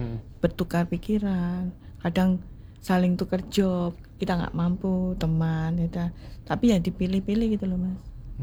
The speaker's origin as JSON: {"language": "Indonesian", "town": "Surabaya", "region": "East Java", "country": "Indonesia", "said": "Soalnya saya orang Surabaya gitu."}